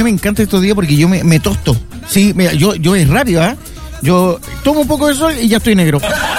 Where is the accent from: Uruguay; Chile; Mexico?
Chile; soy chileno.